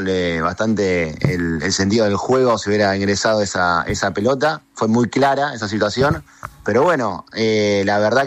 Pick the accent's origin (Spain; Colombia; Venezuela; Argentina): Argentina; Pero claro, somos argentinos, nosotros queremos que pierdan todo.